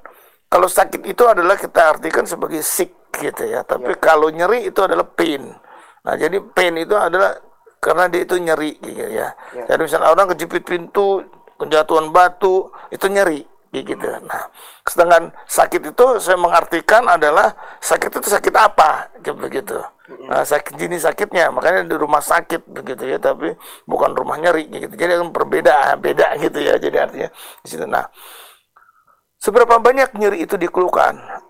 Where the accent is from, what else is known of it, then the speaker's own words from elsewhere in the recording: Jakarta, Indonesia; saya sendiri aslinya sih memang dari Jakarta, kayak gitu, karena saya sendiri lahir di Jakarta, SD, SMP, SMA juga di Jakarta. Saya mengambil di kedokteran di UI di Jakarta.